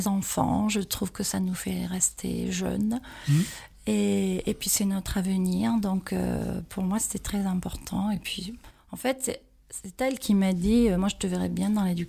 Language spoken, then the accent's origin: French; Auvergne-Rhône-Alpes, France; also born or lived in Vals-les-Bains; Et Ardéchoise, bien sûr. J'habite au Benat depuis 38 ans et avant, j'habitais Vals-les-Bains, c'est pas très loin.